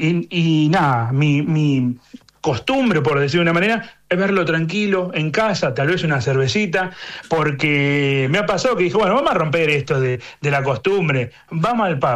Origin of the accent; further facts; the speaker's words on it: Argentina; now in United Kingdom; saben que sos argentino